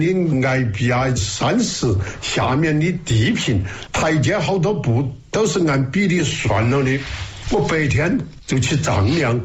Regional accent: Sichuan, China; 我们四川人读哈

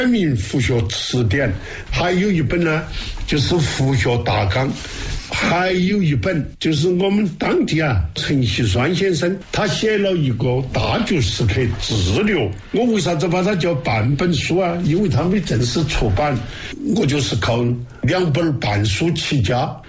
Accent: Sichuan, China; 我们四川人读哈

